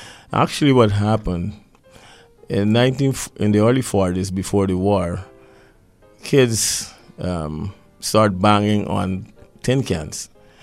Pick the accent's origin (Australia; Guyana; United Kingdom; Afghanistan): Guyana; moved away as an adult; now in Pittsburgh, United States; I came from Guyana.